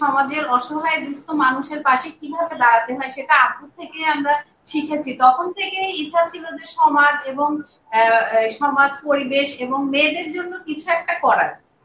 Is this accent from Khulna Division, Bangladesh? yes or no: yes; Kushtia, Khulna Division, Bangladesh; আমি তো কুষ্টিয়ার মেয়ে, কুষ্টিয়ায় পড়ালেখা বড় হওয়া